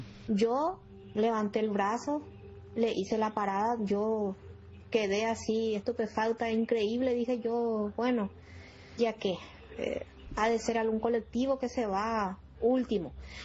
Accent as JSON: {"language": "Spanish", "town": "San Vicente", "region": "Asunción", "country": "Paraguay", "said": "nosotros somos de San Vicente, el trayecto era muy largo, desde la terminal de ómnibus teníamos que llegar hasta el mercado 4."}